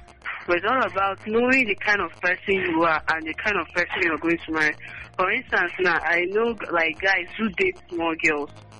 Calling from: Aba, Abia, Nigeria; I'm calling from Abba.

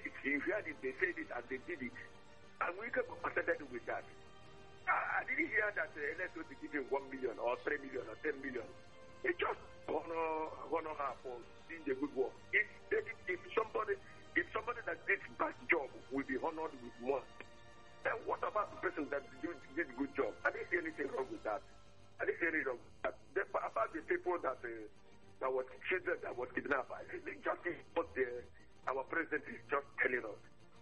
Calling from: Aba, Abia, Nigeria; I'm calling from Abba.

